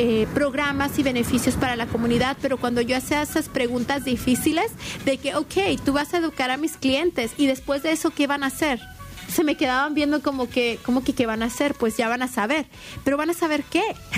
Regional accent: Mexico; yo soy mexicana

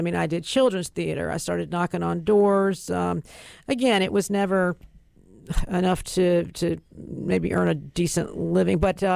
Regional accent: Durham, North Carolina, United States; Well, I was born and raised in Durham, and never left.

